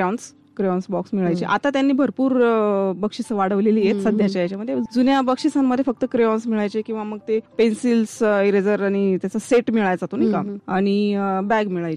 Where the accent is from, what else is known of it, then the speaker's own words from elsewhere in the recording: Nashik, Maharashtra, India; माझा जन्म नाशिकचाच, पूर्ण माझं बालपण नाशिकमध्येच गेलेलं आहे. आई वडील नाशिकमध्येच राहणार आहे त्यामुळे मी प्रॉपर नाशिकची.